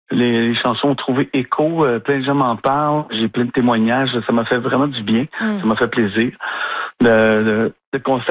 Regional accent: Quebec, Canada; born there; J'ai passé toute ma vie au lac des Piles. Tu sais, je veux dire, on escaladait le rocher de grand-mère quand j'étais petit. J'ai beaucoup joué dans la Mauricie, puis je me suis amusé beaucoup là-bas. Ma famille est là.

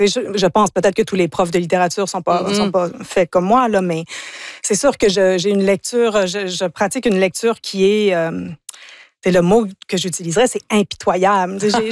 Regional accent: Ontario, Canada; French is a second language; also born or lived in United States / England; Moi, je suis franco-ontarienne au départ, donc j'ai grandi dans l'univers anglophone. Mm-hmm. J'ai vécu aux États-Unis, en Angleterre. Donc, l'anglais, c'est un peu ma langue maternelle d'une bizarre de façon.

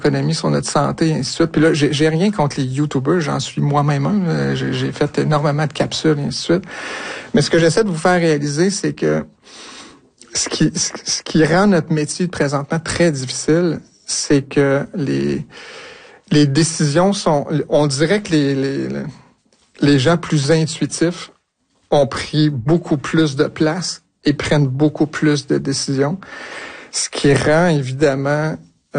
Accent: Sept-Îles, Quebec, Canada; born there; Je suis né à Sept-Îles, c'est presque gênant de le dire

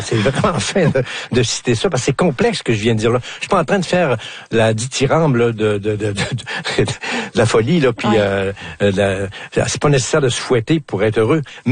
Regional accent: Quebec, Canada; accent: Quebec

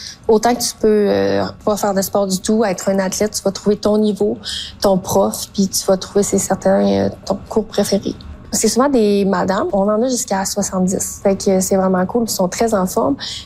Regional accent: Saguenay, Quebec, Canada; Puis moi, je viens du Saguenay. J'étais à Québec.

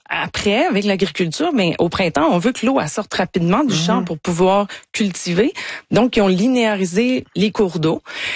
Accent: Quebec, Canada; Puis, en passant, j'ai grandi en Gaspésie.

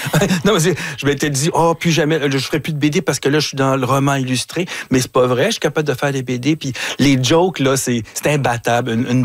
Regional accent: Montreal, Quebec, Canada; Moi, je suis un vrai Montréalais né ici. J'ai jamais traversé les ponts, mais presque, tu sais. Je suis toujours sur l'île.

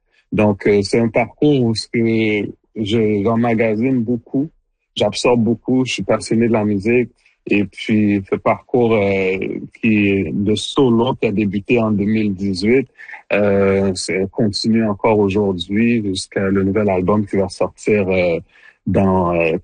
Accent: Montreal, Quebec, Canada; born there; je suis né à Montréal de parents d'origine haïtienne.

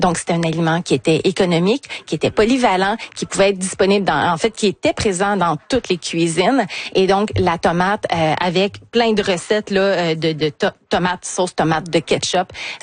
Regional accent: Canada; vers le nord, vers chez nous, au Canada

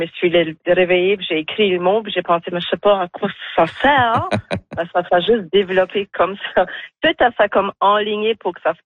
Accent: Grande-Digue, New Brunswick, Canada; moved away as an adult; now in Shediac, Canada; je vis à Grandigue, ça fait toute ma vie. Ben, il y a 6 mois, j'ai déménagé à Shédiac.

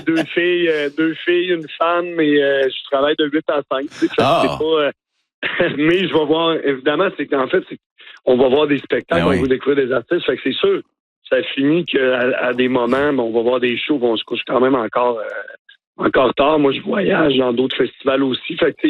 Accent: Baie-Saint-Paul, Quebec, Canada; born or raised there

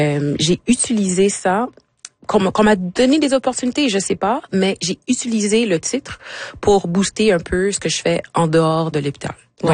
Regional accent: Quebec, Canada; born there; Moi je suis établie ici, je suis née au Québec. C'est ma maison, c'est mon pays.

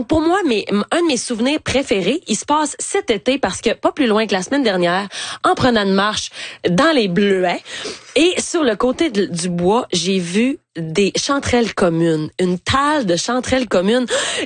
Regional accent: Dolbeau-Mistassini, Quebec, Canada; moved away; je suis retournée vivre dans ma ville natale d'Olbeau-Mistassini.

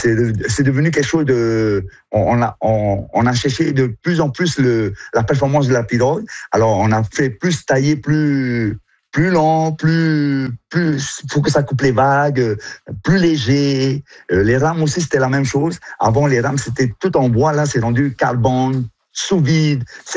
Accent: French Polynesia; Ben, chez nous, en Polynésie, c'était une pirogue de pêche, alors avec un balancier.

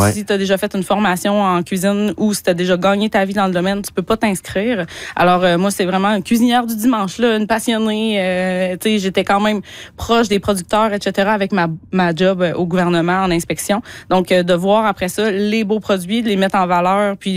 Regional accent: Quebec, Canada; Tu sais, moi, j'ai cuisiné de la viande sauvage toute ma vie, vu que je viens de l'Abitibi, en fait.

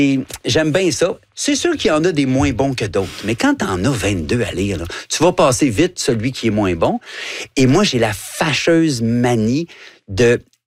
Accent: Guadeloupe; Mais quand j'étais jeune en Guadeloupe, c'est que je travaillais sur une plage.

